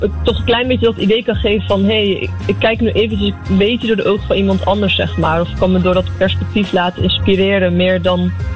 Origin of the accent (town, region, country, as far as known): Zeeland, Netherlands; also born or lived in Breda